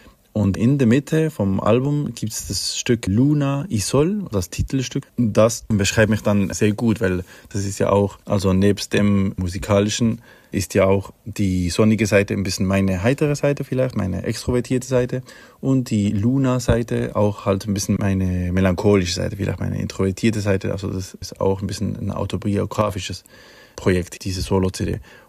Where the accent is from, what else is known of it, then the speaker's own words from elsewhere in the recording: Switzerland; moved away as an adult; Ich bin in der Schweiz aufgewachsen, habe auch dort Abi gemacht und war dort in der Musikschule und bin dann danach nach Berlin.